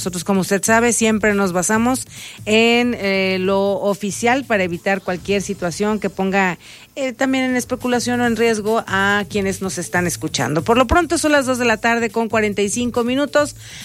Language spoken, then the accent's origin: Spanish; Morelos, Mexico